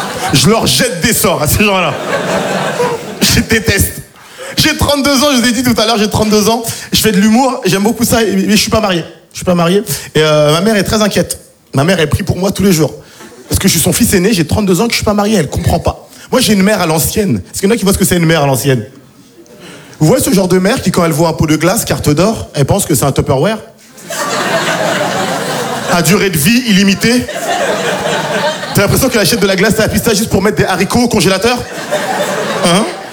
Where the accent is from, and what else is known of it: Île-de-France, France; born or raised there